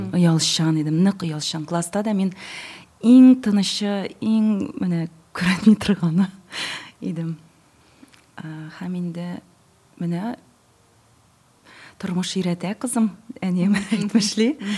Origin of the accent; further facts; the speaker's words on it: Nizhnekamsk, Tatarstan, Russia; also born or lived in Kazan; Түбән Камада тудым, үстем. Һәм мине 9-нчы класстан соң Казанга юл тоттым.